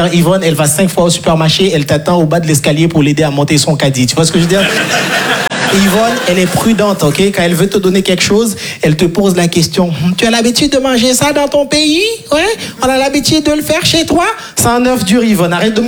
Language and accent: French; Haiti; Moi, je viens de Haïti. Est-ce que par applaudissement, tout le monde voit ce que c'est Haïti?